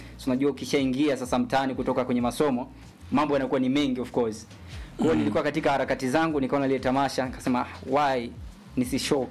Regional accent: Bunda, Mara, Tanzania; Mimi natokea wapi? Natokea Mara. Bunda. Bunda ipo mkoa wa Mara, si ndivyo?

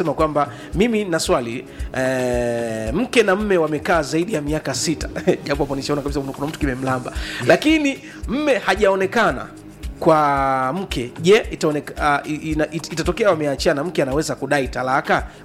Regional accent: Kipera, Iringa, Tanzania; natoka Iringa kijijini, kijiji cha Kipera, kata ya Nzihi.

